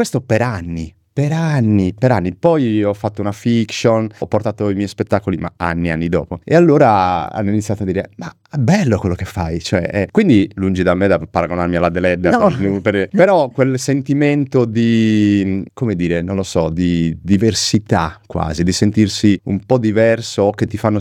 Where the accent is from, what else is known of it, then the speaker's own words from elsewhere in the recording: Sorgono, Sardinia, Italy; moved away as an adult; also born or lived in Rome; now in Marche, Italy; io sono di Sorgono. Nata e cresciuta a Sorgono